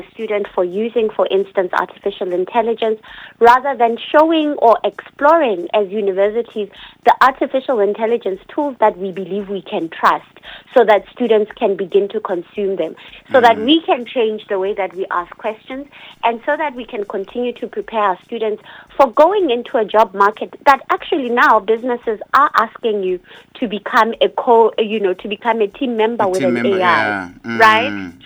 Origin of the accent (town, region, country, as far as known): Lesotho